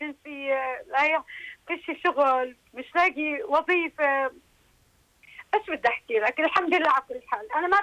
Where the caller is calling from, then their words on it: Jordan; أنا أردنية، وللأسف يعني من الفقر تزوجت، أهلي وضعهم سيء